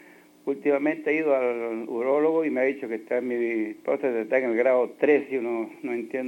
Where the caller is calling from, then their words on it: Lima, Peru; Llamo de Los Olivos